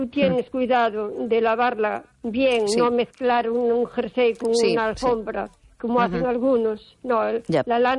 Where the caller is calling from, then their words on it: O Carballiño, Galicia, Spain; de Carballiño.